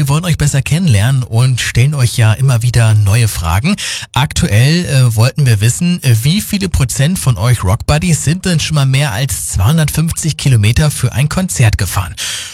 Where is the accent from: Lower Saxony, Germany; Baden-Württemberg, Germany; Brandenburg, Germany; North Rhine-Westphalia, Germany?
Lower Saxony, Germany; Ich komme ja selbst aus der Lüneburger Heide